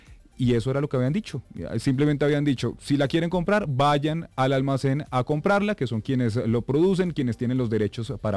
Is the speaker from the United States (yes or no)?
no; Colombia; todos somos colombianos